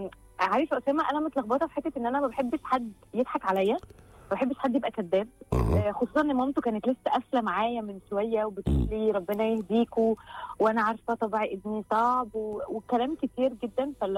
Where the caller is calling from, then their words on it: Cairo, Cairo Governorate, Egypt; وانا من القاهره.